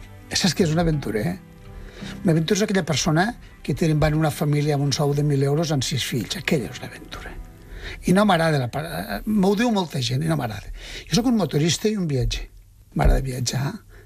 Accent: Catalonia, Spain; com a bon català

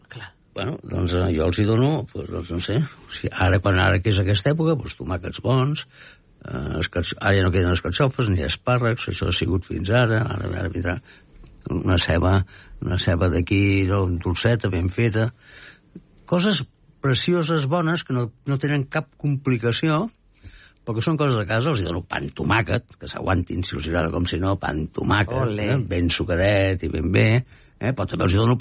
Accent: Catalonia, Spain; Jo soc molt català

